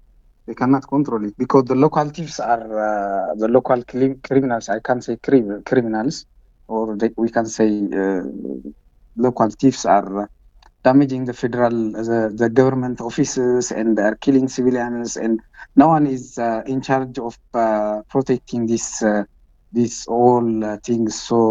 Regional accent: Mogadishu, Banadir, Somalia; from Mogadishu.

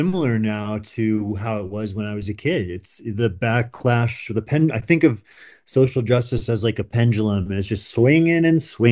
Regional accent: United States; I experienced being an American as a gay American

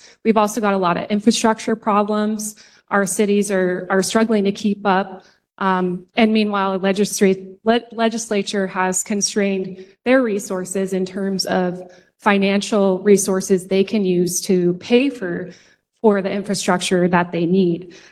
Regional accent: Middleton, United States; I'm from Middleton. I grew up surrounded by farm fields. Those farm fields are now suburban neighborhoods.

